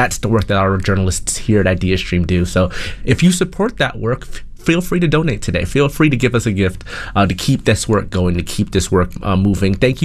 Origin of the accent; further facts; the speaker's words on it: Maryland, United States; moved away; I'm actually from Maryland, right outside of Silver Spring.